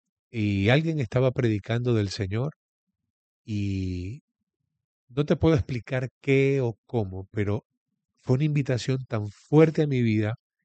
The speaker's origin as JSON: {"language": "Spanish", "town": "Puerto La Cruz", "region": "Anzoátegui", "country": "Venezuela", "tie": "born there", "said": "Nací biológicamente en Puerto La Cruz y nací de nuevo en Valle de la Pascua."}